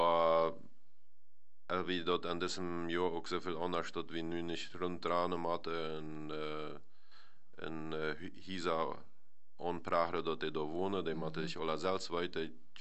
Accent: Netherlands; German is a second language; weil wir als Niederländer da ein Fast mit anderen Typ 4

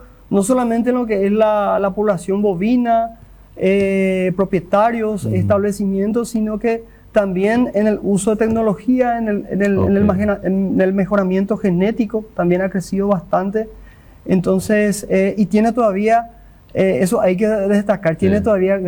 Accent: Concepción, Paraguay; moved away as an adult; now in Filadelfia, Paraguay; yo soy oriundo de Concepción, esa es mi ciudad natal, pero desde hace 11 años que estoy radicado acá en el Chaco, acá en Filadelfia

